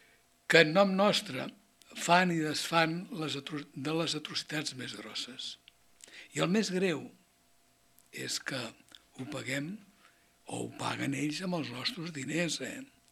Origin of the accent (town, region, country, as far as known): Catalonia, Spain